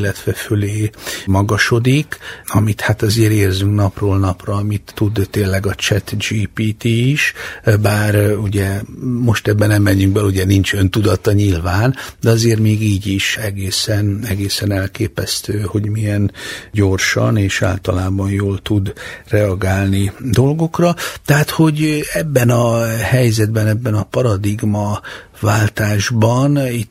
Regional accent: Szolnok, Jász-Nagykun-Szolnok, Hungary; 10 évesen, bekerültem Szolnokon egy tehetséggondozó táborba, én szolnoki vagyok

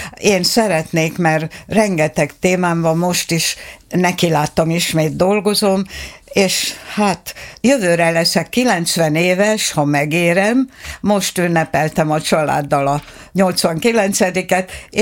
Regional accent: Kunágota, Békés, Hungary; megjelentettem a szülőfalumat, Kunágotát, és apukám szülőfaluját, Dombiratost.

